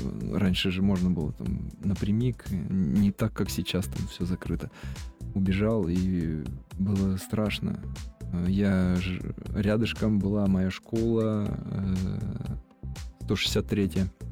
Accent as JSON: {"language": "Russian", "town": "Yekaterinburg", "region": "Sverdlovsk Oblast", "country": "Russia", "tie": "born or raised there", "said": "Я родился в Верхесецком районе, Виз, название интересное такое, Виз. Там заводы, общаги. Я жил на улице Ключевская."}